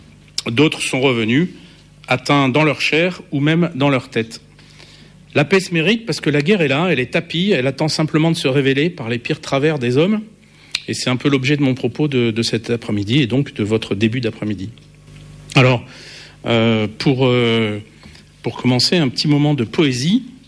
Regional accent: France; la paix nous a coûté cher, en tant que Français, et spécialement en tant que militaire

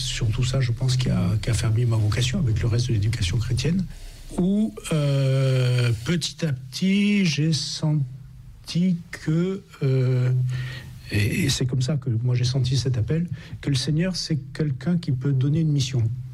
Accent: Montpellier, Occitanie, France; born there; Je suis né à Montpellier, qui est la ville d'origine de la famille, mais j'y suis né pendant les vacances, et j'y ai en fait jamais habité, si ce n'est le service militaire, quoi.

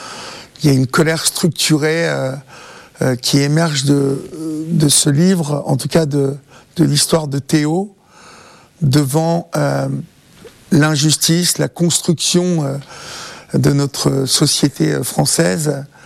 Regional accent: Évreux, Normandy, France; Vous savez cette chanson que j'entendais quand j'étais enfant de cœur à Évreux

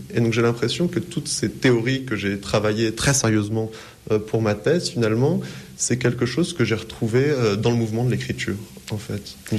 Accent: Paris, Île-de-France, France; born there; moved away as an adult; also born or lived in United States; Donc moi, je suis français, parisien. Je suis né à Paris. J'ai fait des études de lettres à Paris.

